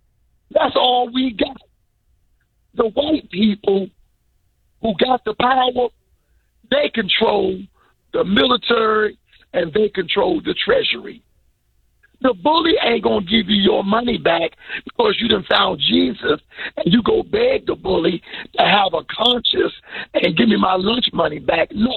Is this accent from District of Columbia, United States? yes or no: yes; Washington, District of Columbia, United States; I work on Capitol Hill. I live on Capitol Hill. Born and raised in the District of Columbia.